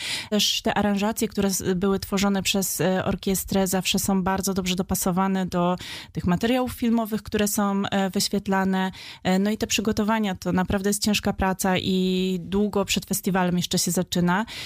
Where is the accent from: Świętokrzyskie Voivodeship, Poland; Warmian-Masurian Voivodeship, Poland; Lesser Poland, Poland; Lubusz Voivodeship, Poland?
Lubusz Voivodeship, Poland; moved away as an adult; now in Wrocław, Poland; ja właściwie nie jestem z Wrocławia, jestem z województwa lubuskiego. Przyjechałam do Wrocławia na studia